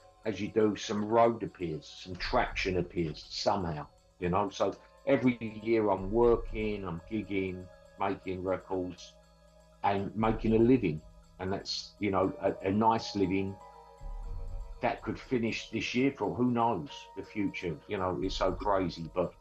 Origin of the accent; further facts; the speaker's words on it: London, United Kingdom; I grew up in the East End of London. It's pretty tough